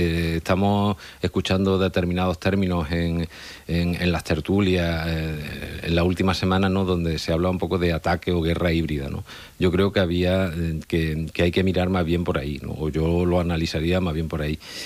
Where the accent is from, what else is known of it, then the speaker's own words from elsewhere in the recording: Santaella, Córdoba, Andalusia, Spain; moved away; also born or lived in Ceuta; Yo siempre he presumido de ser santallano y cordobés, ¿no? Y ahora también puedo decir que soy caballa